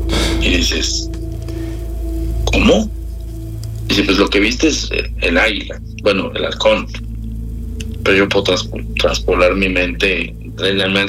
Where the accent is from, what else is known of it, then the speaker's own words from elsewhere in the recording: Mexico; ni siendo mexicano, soy así como, claro, idiático.